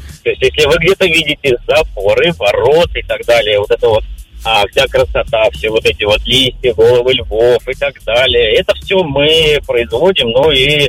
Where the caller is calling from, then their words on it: Moscow, Russia; Я из Москвы.